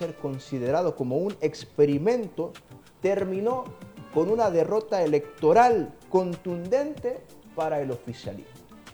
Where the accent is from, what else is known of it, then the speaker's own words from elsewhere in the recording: Honduras; nuestro país, Honduras